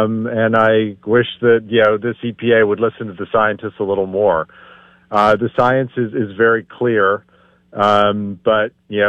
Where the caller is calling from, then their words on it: Vermont, United States; I'm calling from Vermont.